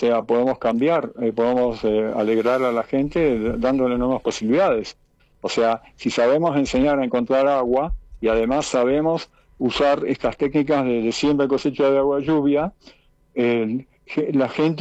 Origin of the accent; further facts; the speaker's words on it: Bariloche, Río Negro, Argentina; born there; moved away as an adult; also born or lived in Austria; Yo nací en Bariloche y me fui a Austria y allá estudié arquitectura y volví y, digamos, trabajé acá en la ciudad, en Bariloche.